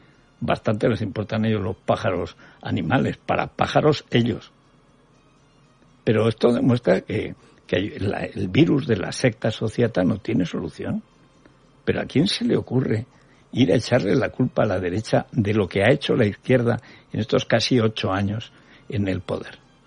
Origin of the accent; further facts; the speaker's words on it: Aragon, Spain; now in Madrid, Spain; Yo no podía ir a mi pueblo, que es el último pueblo de Aragón, o el primero según se mide, a 4 kilómetros de Guadalajara, porque no me dejaban pasar de Madrid a Guadalajara